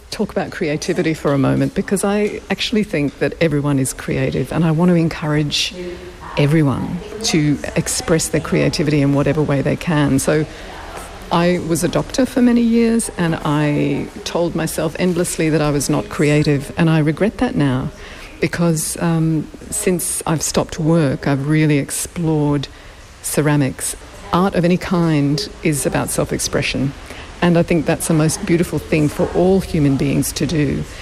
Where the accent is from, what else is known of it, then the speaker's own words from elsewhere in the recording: Brisbane, Queensland, Australia; I grew up in Brisbane.